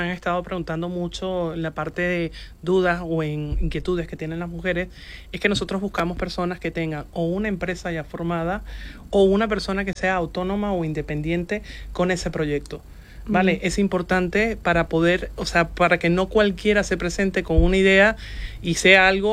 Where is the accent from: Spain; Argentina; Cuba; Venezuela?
Venezuela; Valencia, Carabobo; Por mi ciudad natal de Valencia.